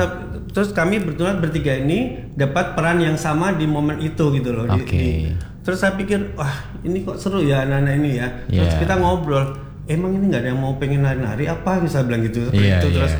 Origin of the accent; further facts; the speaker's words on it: Jakarta, Indonesia; saya berpikir kita ini orang Jakarta, bisa gak ya dengan 1001 problematika kita di dunia pekerjaan